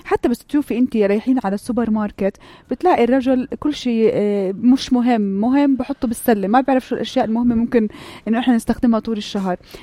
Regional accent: Jordan

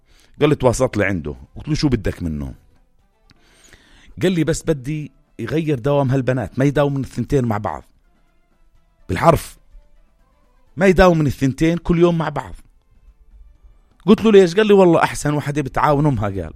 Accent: Jordan; عنا بالأردن

